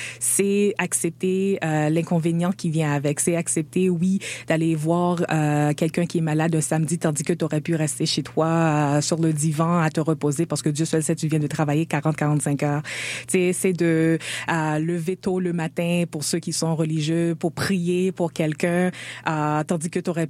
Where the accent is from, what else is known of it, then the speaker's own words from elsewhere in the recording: Montreal, Quebec, Canada; j'ai grandi dans l'Est, mais présentement j'habite pas ça, fait que j'habite pas là